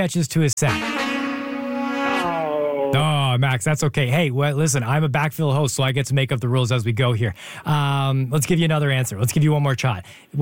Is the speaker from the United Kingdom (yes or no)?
no; London, Ontario, Canada; I grew up in London